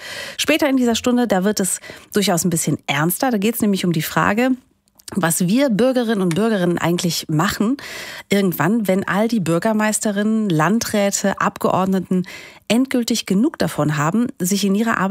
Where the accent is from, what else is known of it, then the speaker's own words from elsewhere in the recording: Cologne, North Rhine-Westphalia, Germany; Und als Kölnerin weiß ich, jemandem Karneval zu erklären, der es gar nicht kennt, das ist nicht einfach